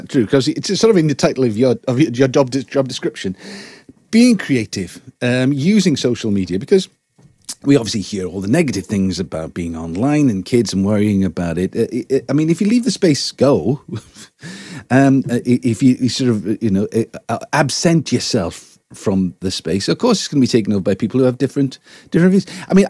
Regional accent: Wales, United Kingdom; I come from Wales. We have a history of revival.

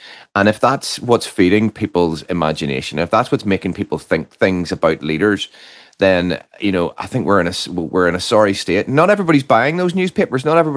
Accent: Northern Ireland, United Kingdom; I come from Northern Ireland

